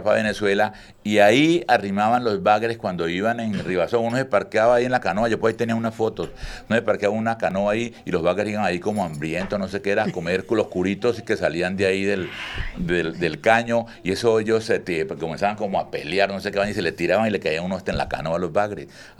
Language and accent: Spanish; Caracol, Arauca, Colombia; yo era un vagabundito allá en Caracol.